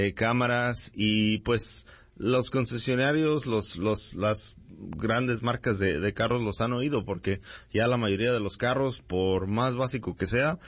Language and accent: Spanish; Lamont, California, United States; also born or lived in Bakersfield, California; Soy nacido aquí en Bakersfield, creado allá por el área de Lamont, California.